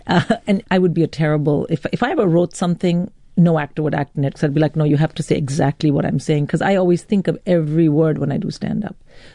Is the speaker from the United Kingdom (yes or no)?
yes; United Kingdom; they sometimes want to call me an Indian comic. And I say, no, I'm an Indian British comic.